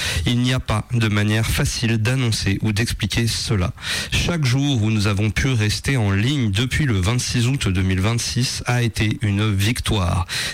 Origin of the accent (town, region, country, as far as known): Italy; accent: Italian; French is a second language